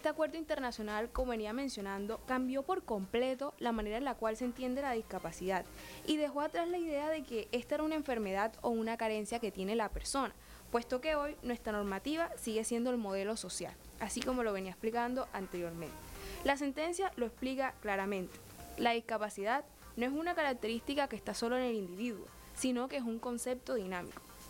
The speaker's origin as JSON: {"language": "Spanish", "country": "Colombia", "said": "nosotros como colombianos"}